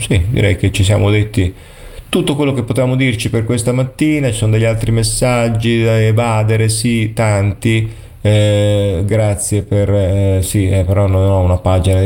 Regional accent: Albania; now in Italy; Sono albanese, mio padre è un autista di bus nel mio paese

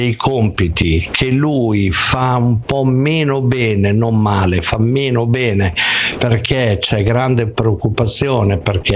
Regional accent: Bologna, Emilia-Romagna, Italy; come diciamo noi a Bologna, fai una bella lingua lunga

